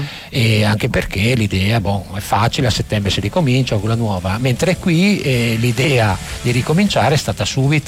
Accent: Udine, Friuli-Venezia Giulia, Italy; io non sono di Gemona, e quindi a Udine è stato vissuto in maniera un po' più tranquilla

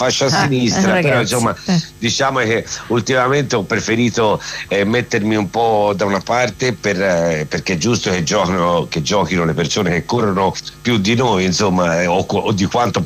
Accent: Florence, Tuscany, Italy; io sono fiorentino

